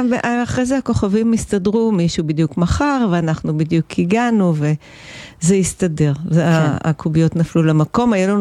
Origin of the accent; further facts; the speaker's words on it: Shamir, Northern District, Israel; moved away as an adult; also born or lived in Los Angeles; now in Shamir, Israel; נולדתי וגדלתי בקיבוץ שמיר.